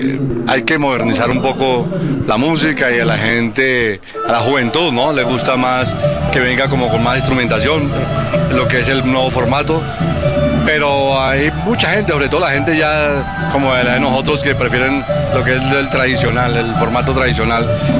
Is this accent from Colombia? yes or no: yes; Bogotá, Colombia; Yo soy Rolo, yo soy de Bogotá, pero mi familia es de Silvania, Cundinamarca. Entonces vengo de allá a hacer raíces, de escuchar música campesina.